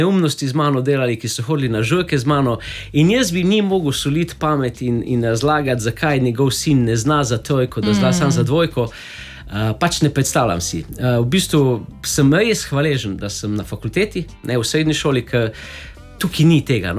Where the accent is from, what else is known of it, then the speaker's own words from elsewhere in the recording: Velenje, Savinja, Slovenia; 1000 mil do doma, 1000 do Velenja, zakaj? Ker sem iz Velenja.